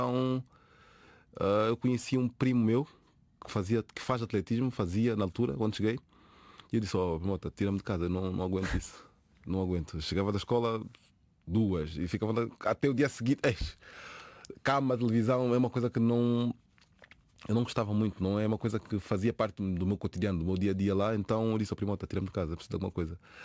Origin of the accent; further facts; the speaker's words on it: São Tomé, São Tomé & Príncipe; now in Portugal; E é uma felicidade dizer que nasci e cresci em São Tomé, é uma felicidade.